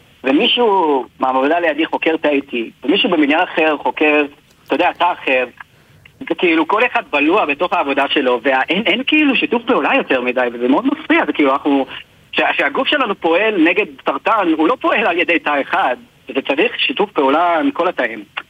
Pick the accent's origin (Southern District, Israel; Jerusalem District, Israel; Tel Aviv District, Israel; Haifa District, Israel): Jerusalem District, Israel; Beit Shemesh; אבא שלי היה מדען, הוא היה התאית, האמת, גדלנו בשכונה דתית, בבית שמש.